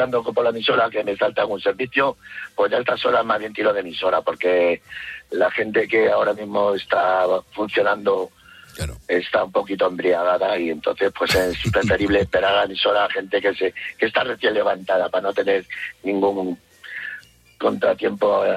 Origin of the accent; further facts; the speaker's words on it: Madrid, Community of Madrid, Spain; born there; Yo tengo 57, nacido en Madrid.